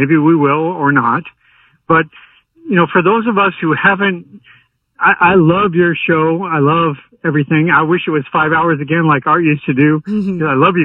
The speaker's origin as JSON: {"language": "English", "town": "Sedona", "region": "Arizona", "country": "United States", "tie": "born or raised there", "said": "And, well, I grew up in Sedona, Arizona."}